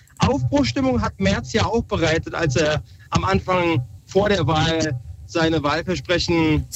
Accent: Wiesbaden, Hesse, Germany; Grüße in meiner Heimatstadt nach Wiesbaden. Da bin ich geboren und aufgewachsen.

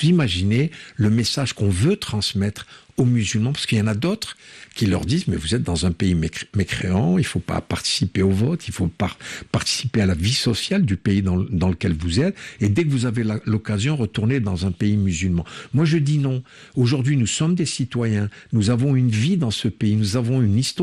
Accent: France; nous sommes français comme vous, mais dès qu'on dit qu'on est musulman, on descend d'un strat

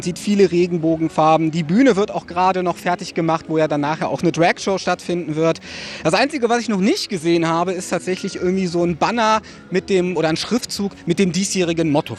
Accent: Rhineland, Germany; Für mich als Rheinländer

